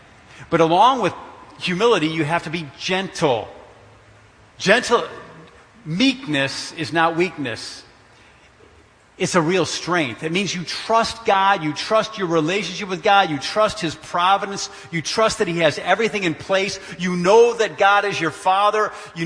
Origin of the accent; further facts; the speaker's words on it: Detroit, Michigan, United States; but I grew up in Detroit.